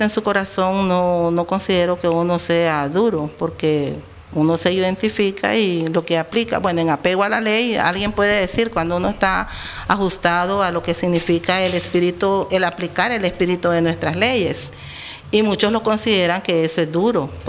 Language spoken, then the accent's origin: Spanish; Managua, Nicaragua; born there; Nací en Managua.